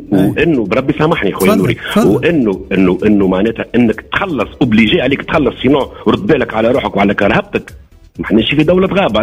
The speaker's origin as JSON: {"language": "Arabic", "region": "Sfax Governorate", "country": "Tunisia"}